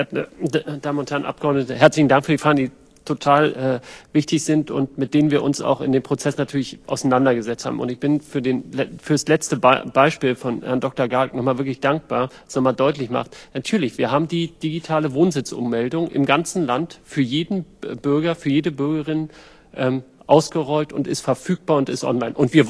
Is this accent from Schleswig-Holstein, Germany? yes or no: yes; Schleswig-Holstein, Germany; können wir als Schleswig-Holsteiner und Schleswig-Holsteiner